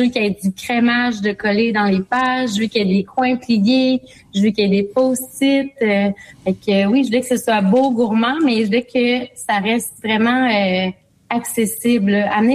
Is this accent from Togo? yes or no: no; Lille, Hauts-de-France, France; J'ai grandi à Lille. Oui, entouré de champs de fraises, mais entouré d'un grand jardin.